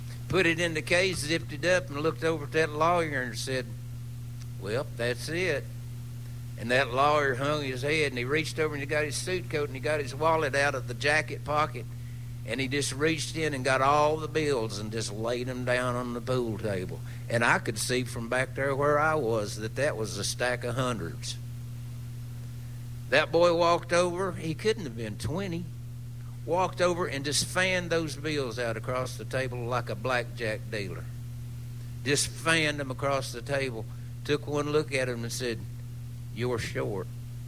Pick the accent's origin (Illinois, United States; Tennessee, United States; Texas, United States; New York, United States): Tennessee, United States; Hamblen County; our hometown, of our home county, Hamblin County